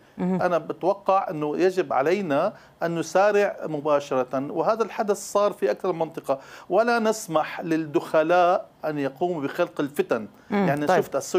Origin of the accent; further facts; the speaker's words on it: Syria; لماذا نحن سوريين يعني في الجامعات